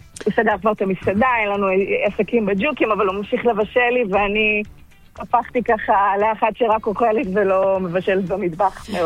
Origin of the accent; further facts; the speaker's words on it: Turkey; now in Israel; עולה חדשה מטורקיה. סיימתי תואר, התחלתי לעבוד כמו רוב הכלכלנים בבנקים